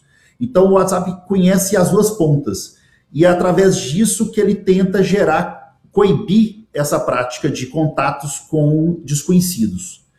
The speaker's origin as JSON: {"language": "Portuguese", "country": "Brazil", "said": "nós somos brasileiros"}